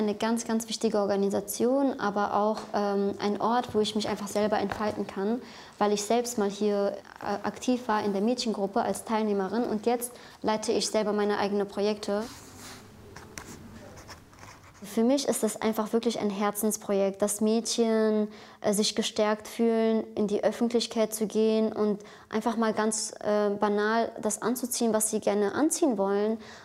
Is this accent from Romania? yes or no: yes; Romania; ich bin eine Romni aus Rumänien und ursprünglich komme ich aus Nordwestindien.